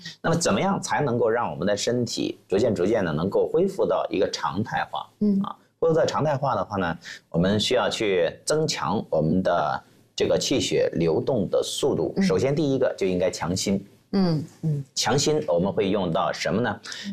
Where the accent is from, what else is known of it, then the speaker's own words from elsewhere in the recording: Shandong, China; accent: Shandong dialect; now in Beijing, China; 我妻子带着保罗在山东嘛，在老家嘛，然后我在北京